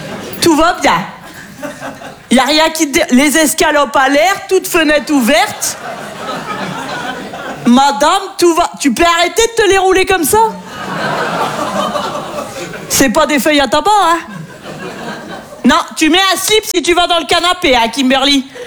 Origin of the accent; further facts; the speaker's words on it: northern France, France; Donc voilà … Moi, je viens du nord de la France. Et c'est vrai qu'on est très gentils dans le nord.